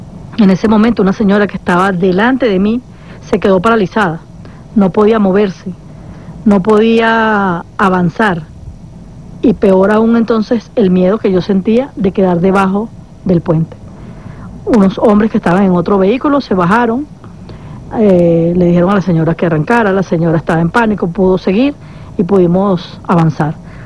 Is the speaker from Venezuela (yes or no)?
yes; Venezuela